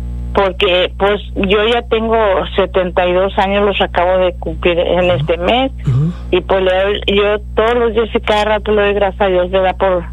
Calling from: Brownsville, Texas, United States; soy de Brownsville.

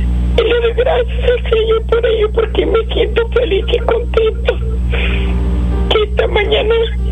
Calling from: Hargill, Texas, United States; de aquí de Harkill

